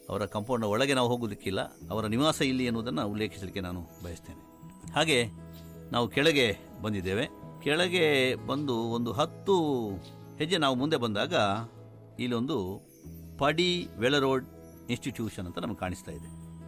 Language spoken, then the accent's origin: Kannada; Mangaluru, Karnataka, India